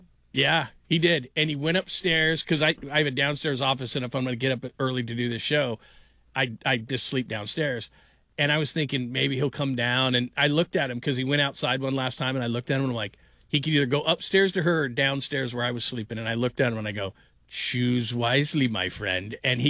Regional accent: California, United States; and I grew up in California

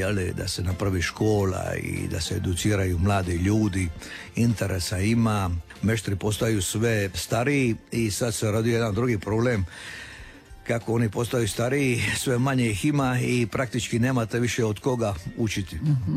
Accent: Betina, Šibenik-Knin County, Croatia; moved away; ja sam Korčulani, ali sam rođen i odgojen u Betini na škveru i uvijek me to nekako veže za taj kraj, iako nisam tamo stalno ne živim.

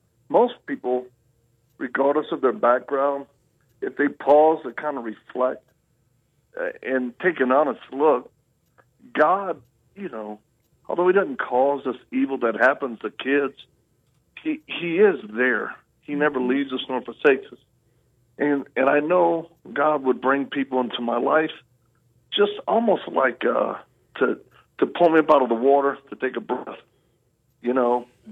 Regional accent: Louisiana, United States; born there; also born or lived in Mississippi / Texas; Well, I'm a Southern boy. I was born in Louisiana.

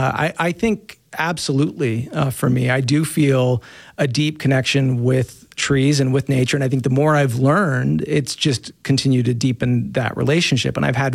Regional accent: Utah, United States; I was raised quite religious. You know, I'm from Utah. I was raised Mormon

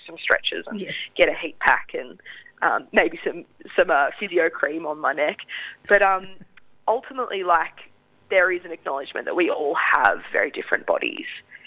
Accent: New South Wales, Australia; I grew up in the Snowy Mountains on Darrigo Country, which is like sheep and cattle farming area.

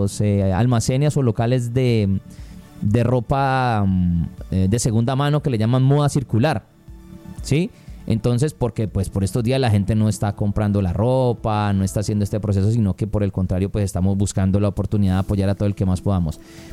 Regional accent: Cali, Valle del Cauca, Colombia; como caleños apoyemos a los caleños

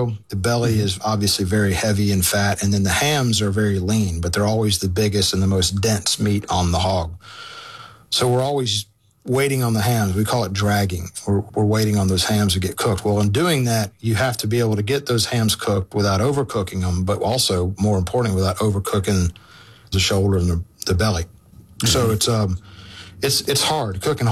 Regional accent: Memphis, Tennessee, United States; born there; I was born in Memphis.

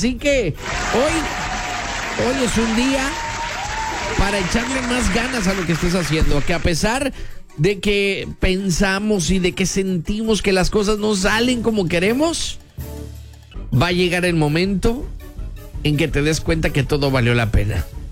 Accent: Mexico

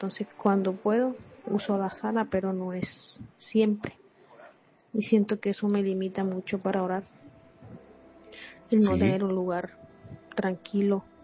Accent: Sincelejo, Sucre, Colombia

